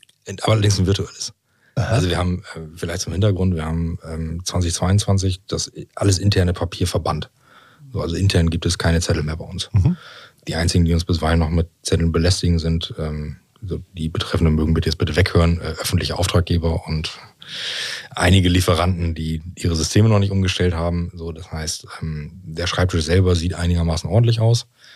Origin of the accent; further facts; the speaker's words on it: Wilhelmshaven, Lower Saxony, Germany; now in Osnabrück, Germany; ich komme aus Wilhelmshaven